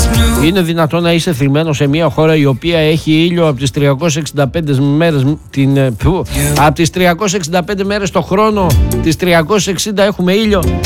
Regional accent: Greece; σαν Έλληνες

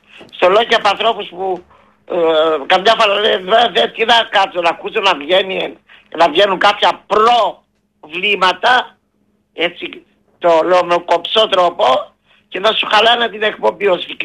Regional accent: Lachanadi, Central Macedonia, Greece; Και εγώ θα σου πω, το χωριό μου είναι στα σύνορα Κιλκής, Σερό Θεσσαλονίκης, και ανοίγει στη Θεσσαλονίκη η Νικόπολη, κοντά στην Ξυλούπολη, ναι, στο Λαχανάδι.

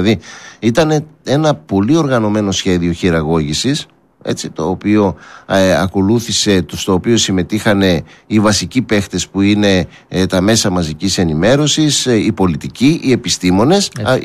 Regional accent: Greece; σαν Έλληνες

